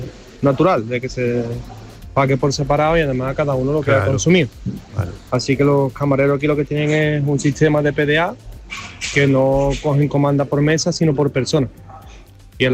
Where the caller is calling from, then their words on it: Germany; te escucho desde Alemania.